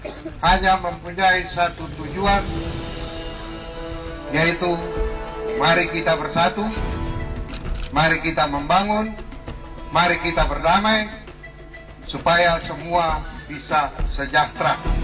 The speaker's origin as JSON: {"language": "Indonesian", "area": "Soya", "region": "Maluku", "country": "Indonesia", "said": "sebagai orang Soya yang mempunyai satu kebiasaan adat yang sudah diturunkan oleh leluhur"}